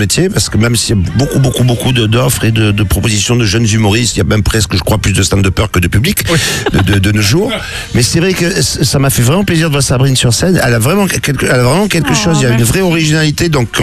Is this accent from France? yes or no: yes; Marseille, Provence-Alpes-Côte d'Azur, France; Et moi autant je suis Marseillais, j'ai roulé sans assurance, sans casque jusqu'à l'âge de 20 ans.